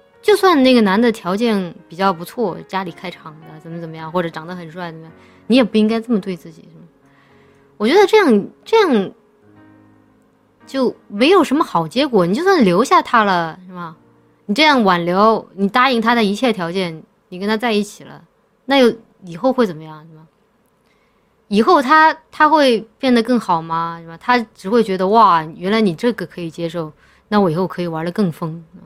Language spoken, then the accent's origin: Chinese; Chongqing, China; 我们家乡